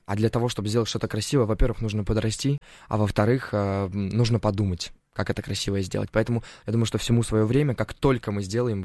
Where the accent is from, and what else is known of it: Uzbekistan; born or raised there; also born or lived in Turkmenistan